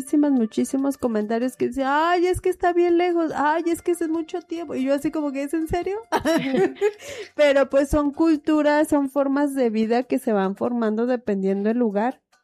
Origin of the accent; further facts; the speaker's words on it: Mexico City, Mexico; moved away as an adult; now in Manzanillo, Mexico; Soy del DF.